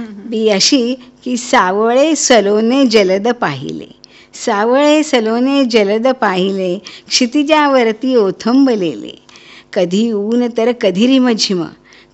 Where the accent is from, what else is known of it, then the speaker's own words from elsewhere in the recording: Bhusawal, Maharashtra, India; moved away as an adult; now in Dhule, India; माझं बालपण भुसावळ.